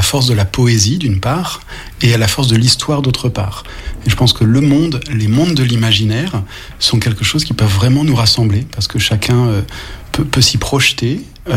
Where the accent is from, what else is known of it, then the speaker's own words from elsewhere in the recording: Angers, Pays de la Loire, France; born there; moved away; Et je suis né à Angers, j'ai fait mes études et j'ai travaillé dans différents pays